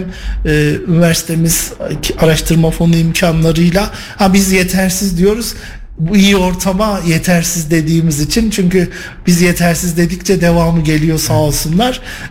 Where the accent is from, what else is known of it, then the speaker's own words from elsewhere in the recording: Kayseri, Turkey; Bu benim bir Kayserili, bir Erciyesli olarak temel vazifem.